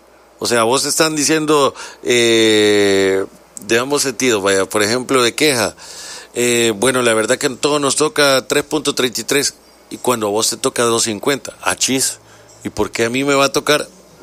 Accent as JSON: {"language": "Spanish", "country": "Honduras", "said": "Soy hondureña y ya me aprendí la palabra"}